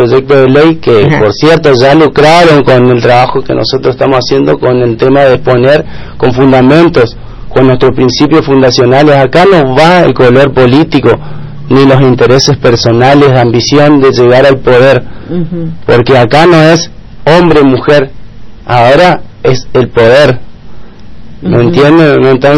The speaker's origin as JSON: {"language": "Spanish", "region": "Chaco", "country": "Argentina", "said": "lo que verdaderamente está pasando en mi Chaco."}